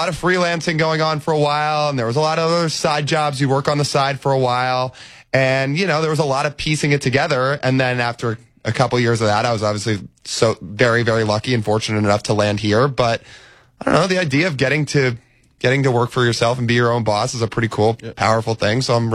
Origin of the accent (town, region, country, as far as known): Kirkland, Washington, United States; born or raised there